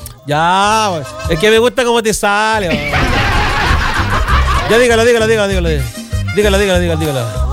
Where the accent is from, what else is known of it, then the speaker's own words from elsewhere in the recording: Chile; Ya tenemos que hablarlo porque somos chilenos.